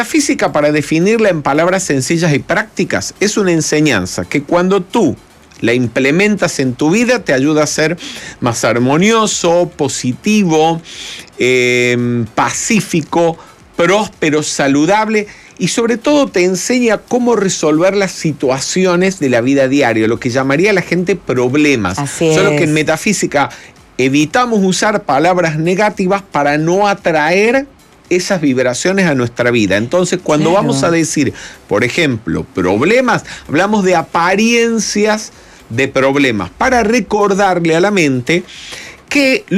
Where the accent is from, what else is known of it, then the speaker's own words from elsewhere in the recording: Córdoba, Argentina; moved away as an adult; also born or lived in Rome; now in Buenos Aires, Argentina; mi ciudad natal. Yo soy nacido en Argentina, pero en la ciudad de Córdoba. Aunque hoy en día estoy residenciado un poco entre Buenos Aires y Roma, en Italia.